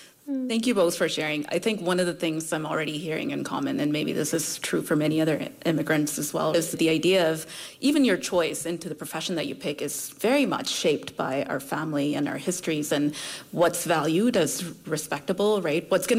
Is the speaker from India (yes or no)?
yes; India; also born or lived in Saudi Arabia; I was born in India, but I also was raised in Saudi Arabia.